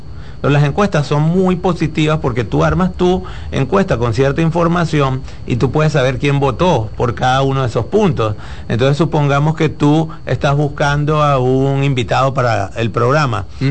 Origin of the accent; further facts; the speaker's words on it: Venezuela; como venezolano, tengo mucha cercanía con cultura de ustedes.